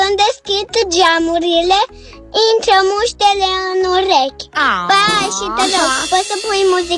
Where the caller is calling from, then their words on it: Satu Mare, Satu Mare County, Romania; din Satul Mare, am 5 ani.